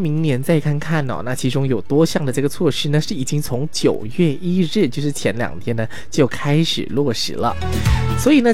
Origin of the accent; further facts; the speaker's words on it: Sabah, Malaysia; 像我们沙巴这边呢，有些地区之间的距离比较远哦